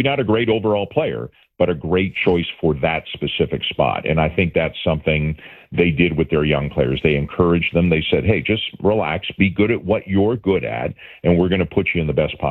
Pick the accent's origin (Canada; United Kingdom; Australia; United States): Canada; Toronto, Ontario; So remember, I'm from Toronto.